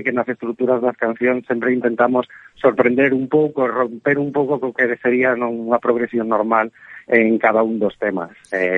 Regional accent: A Coruña, Galicia, Spain; now in Barcelona, Spain; sendo coruñés de toda a vida, pois había que buscar o traballo donde se podía, e acabei aquí no outro extremo

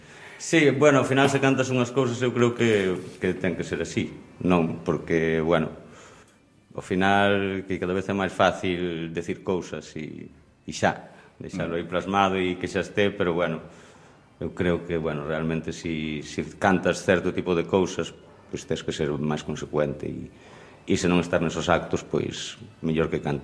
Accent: Galicia, Spain; Son labrego, son da Terra Chá, e non uso calcetís de lá tampouco.

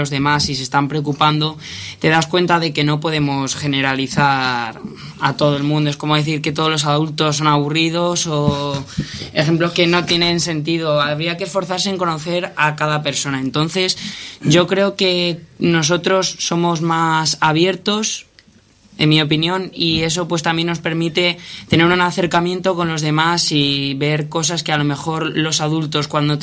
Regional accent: Castilla-La Mancha, Spain; somos gente de La Mancha, que venimos de fuera

